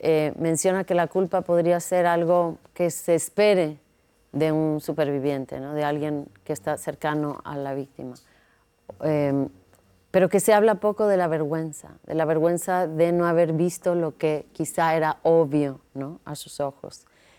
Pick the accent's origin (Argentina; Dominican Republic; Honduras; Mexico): Mexico; siendo mexicana